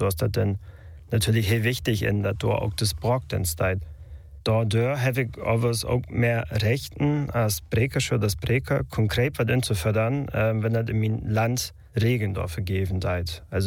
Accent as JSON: {"language": "German", "region": "Lower Saxony", "country": "Germany", "said": "in Ostfriesland, da wäre auch das erste Schild, wo da eine plattdeutsche Ortsnorm mit abgäbe, wo ich herkomme, da gibt es dann auch noch Swattenbeek und sowas."}